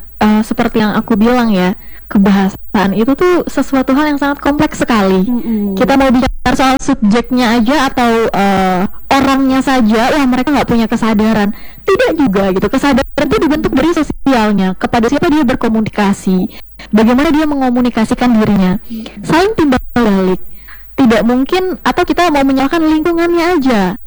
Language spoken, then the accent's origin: Indonesian; Palangkaraya, Central Kalimantan, Indonesia; Aku tuh lahir di Palangkaraya, asli Kalimantan Tengah.